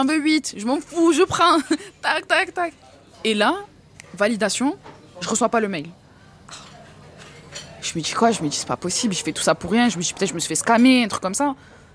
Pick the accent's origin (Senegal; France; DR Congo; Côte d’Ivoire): France; Marseille, Provence-Alpes-Côte d'Azur; Je suis marseillais, je peux pas le.